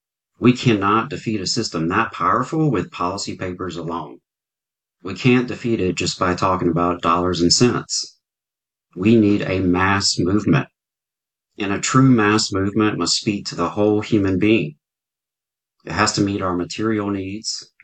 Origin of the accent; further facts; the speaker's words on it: the South, United States; I grew up right here in the South, raised in a conservative Southern Baptist tradition.